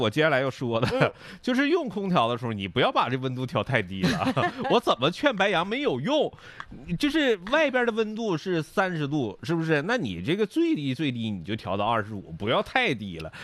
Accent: Northeast China, China; 作为东北人来说

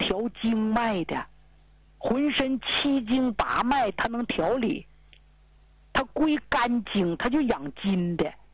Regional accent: Northeast China, China; 咱们东北人不知道吗？

